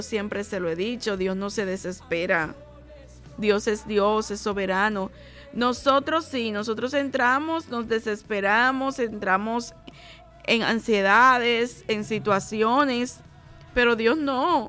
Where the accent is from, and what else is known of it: Dominican Republic